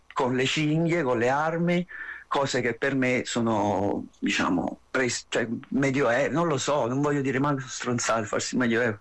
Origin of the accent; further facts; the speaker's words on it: Salerno, Campania, Italy; noi siamo tutti di Salerno